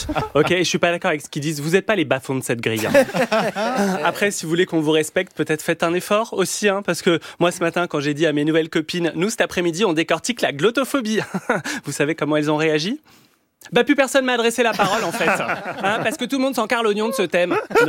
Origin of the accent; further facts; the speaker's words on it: France; accent: French; j'espère que mon joueur de hockey sera pas dérangé par mon accent français